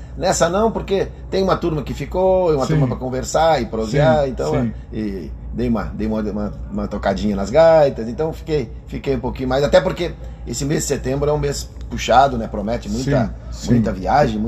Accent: Porto Alegre, Rio Grande do Sul, Brazil; born there; now in Barra do Ribeiro, Brazil; Eu tô mais cidadão barrense que porto-alegrense. Eu nasci em Porto Alegre, mas...

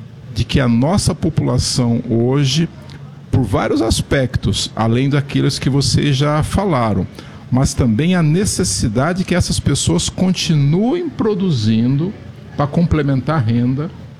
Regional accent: Curitiba, Paraná, Brazil; Eu sou de Curitiba, né?

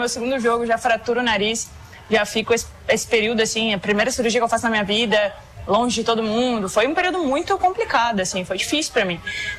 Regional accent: Rio Grande do Sul, Brazil; moved away; Sou gaúcha

